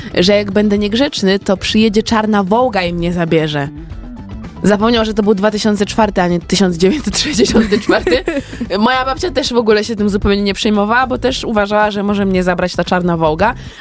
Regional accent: Warsaw, Masovian Voivodeship, Poland; Bo jestem z Żoliborza całe życie.

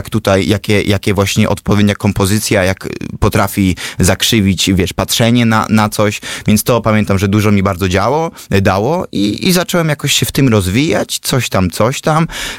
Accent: Zakopane, Lesser Poland, Poland; born there; also born or lived in Kielce; dorastając w murach Teatru Witkacego w Zakopanem

